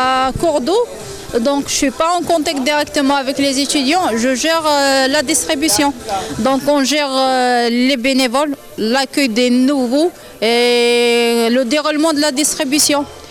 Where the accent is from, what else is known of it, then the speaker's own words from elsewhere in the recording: Algeria; moved away; Moi je suis algérienne de base.